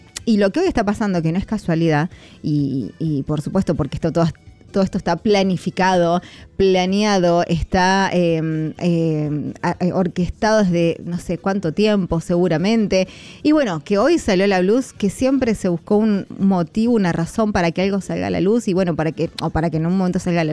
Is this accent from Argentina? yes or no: yes; Argentina; nosotros los argentinos